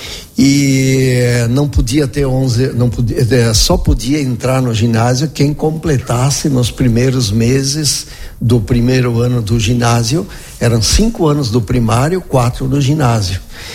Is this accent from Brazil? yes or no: yes; Marau, Rio Grande do Sul, Brazil; Eu nasci em Marau, numa casa que era em frente ao Altar da Pátria, que temos hoje na Avenida Júlio Borella. Na época se nascia na casa, né?